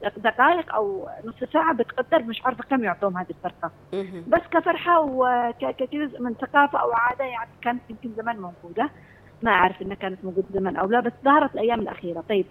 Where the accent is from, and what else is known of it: Yemen